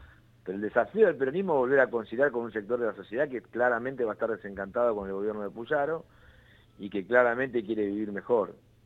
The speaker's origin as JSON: {"language": "Spanish", "region": "Santa Fe", "country": "Argentina", "said": "soy santafesino, sí, sí. Vivo acá y creo que que la ciudad de Santa Fe"}